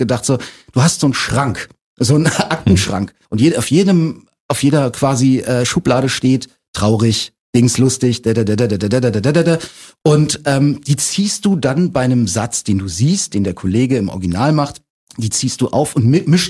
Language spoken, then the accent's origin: German; Berlin, Germany; Und dass ich in diesem elften Stock, wo ich groß geworden bin, in diesem Hochhaus.